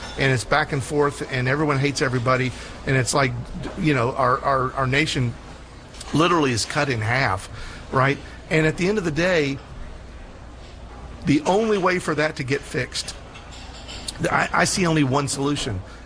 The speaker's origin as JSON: {"language": "English", "country": "United States"}